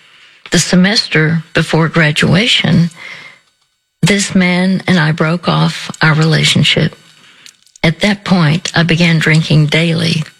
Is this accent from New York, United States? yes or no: no; Dallas, Texas, United States; before finally moving back to my hometown. That was Dallas.